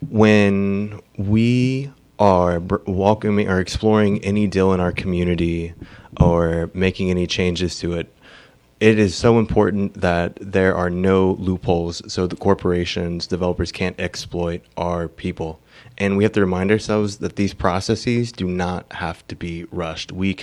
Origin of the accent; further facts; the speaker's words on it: Redlands, California, United States; born there; I was born in Redlands too, for real.